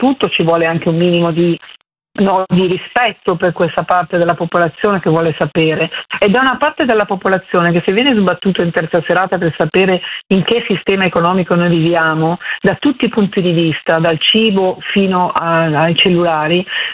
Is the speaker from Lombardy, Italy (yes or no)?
yes; Robecco sul Naviglio, Lombardy, Italy; il mio paese natio si busco sul Naviglio